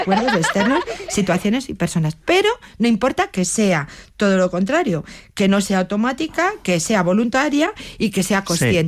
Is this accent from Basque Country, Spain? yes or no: no; Oliva de Mérida, Extremadura, Spain; Yo soy de Oliva de Mérida, Badajoz.